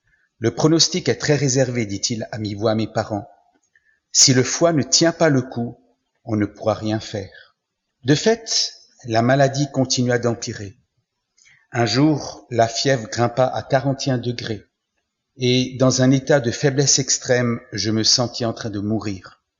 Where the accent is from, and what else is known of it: Mulhouse, Grand Est, France; born there